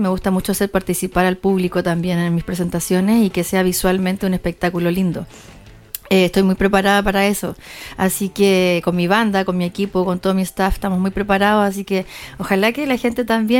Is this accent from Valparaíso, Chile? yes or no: yes; Quillota, Valparaíso, Chile; empecé en Quillota, en mi ciudad natal, en eventos de la zona, eventos locales.